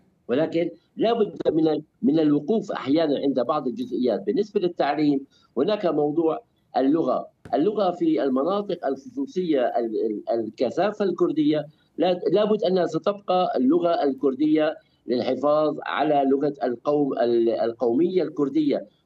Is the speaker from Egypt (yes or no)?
no; Syria; أنا مواطن كردي سوري، أنا أستظل بالدولة السورية، وهذا شرف لي أن أكون ضمن الدولة السورية، ولكن لي حقوقي يجب الحفاظ عليها، لي حقوقي، لغتي، ثقافتي